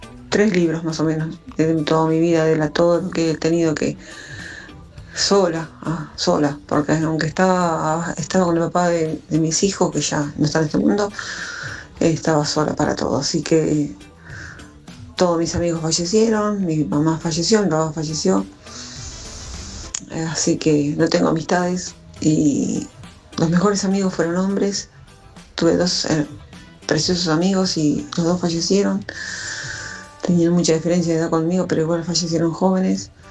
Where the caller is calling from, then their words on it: Martín Coronado, Buenos Aires Province, Argentina; soy de Martín Coronado, partido 3 de febrero.